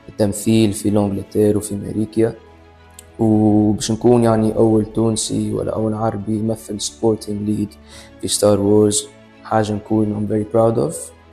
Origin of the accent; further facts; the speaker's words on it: London, United Kingdom; also born or lived in Tunisia; وي يا تولدت في لندن وكبرت غادي وقريت غادي. اما جيت لهنا قريت لهنا عامين وقت عمري 7 سنين بعد عمري 9 سنين رجعت لندن. يعني مولود في انجلترا وكبرت مع اصحابي برشا انجليز